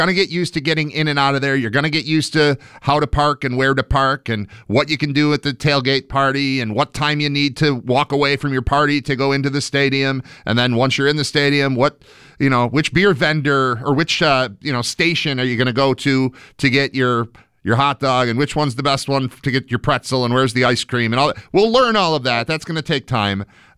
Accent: Buffalo, New York, United States; my hometown.

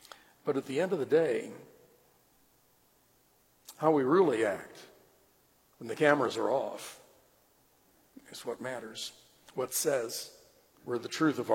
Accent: Missouri, United States; I'm from Missouri.

